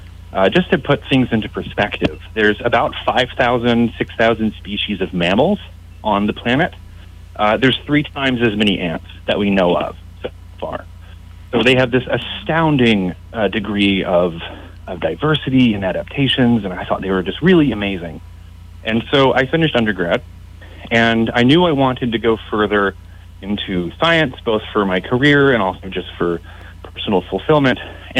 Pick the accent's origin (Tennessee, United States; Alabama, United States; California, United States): Tennessee, United States; now in Hawaii, United States; growing up in Tennessee, 4,000 miles away, I had never really known much about.